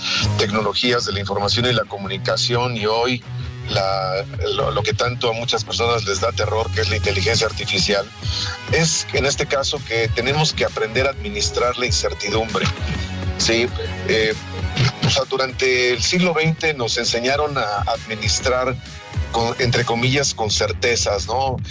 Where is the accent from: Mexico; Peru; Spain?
Mexico; Mexico City; Yo crecí en un vecindario en la Ciudad de México